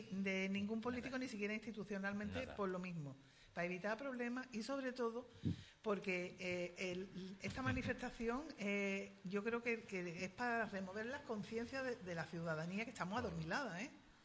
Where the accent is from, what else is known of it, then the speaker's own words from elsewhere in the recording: Sanlúcar de Barrameda, Andalusia, Spain; me parecía que era imposible que pudiera pasar esto en mi pueblo